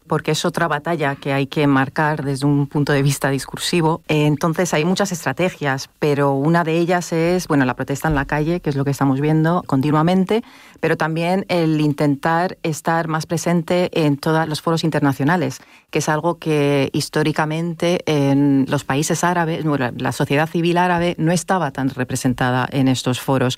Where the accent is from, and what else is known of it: Lebanon; Spanish is a second language